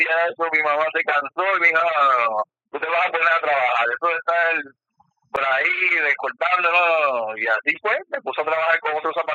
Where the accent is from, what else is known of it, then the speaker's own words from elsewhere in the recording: Bayamón, Puerto Rico; Yo soy de Bayamón, nacido en Bayamón.